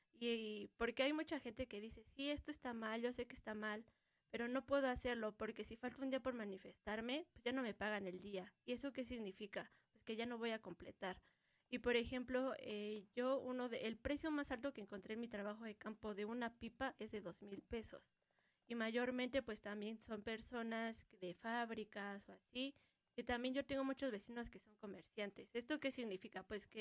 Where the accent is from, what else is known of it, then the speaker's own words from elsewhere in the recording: Ecatepec, State of Mexico, Mexico; yo cuando he dicho que soy de Ecatepec, siempre alguien hace una broma de, ay no, ahí matan, o justo como cuando conoces a gente de la ciudad y es, ah, sí, yo vivo en Ecatepec